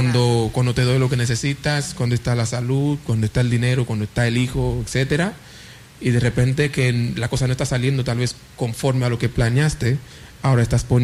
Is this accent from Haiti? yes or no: yes; Haiti; Spanish is a second language; Yo soy, o sea, de Haití, ¿entiendes?